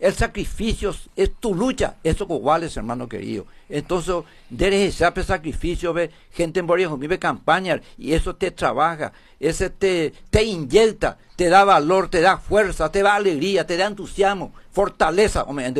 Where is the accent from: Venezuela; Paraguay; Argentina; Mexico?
Paraguay; Carapeguá, Paraguarí; soy paraguayo, soy carapegüeño, soy orgulloso de ese pueblo